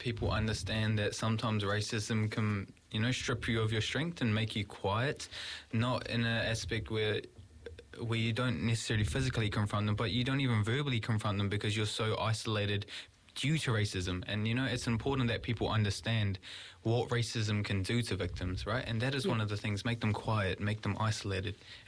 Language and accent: English; Hastings, Hawke's Bay, New Zealand; experiencing this in Hastings and Hawke's Bay